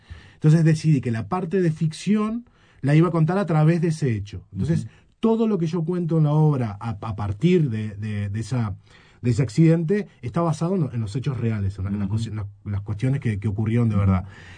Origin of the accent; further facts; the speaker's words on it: Rodríguez, San José, Uruguay; born there; moved away; Yo vengo del interior, soy de Rodríguez, del departamento de San José, un pueblo del departamento de San José.